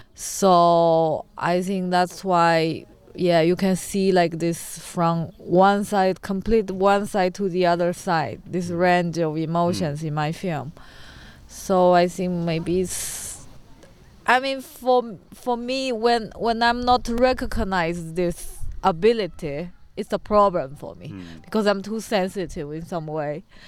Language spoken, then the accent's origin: English; China; English is a second language; moved away as an adult; now in Łódź, Poland; I come from China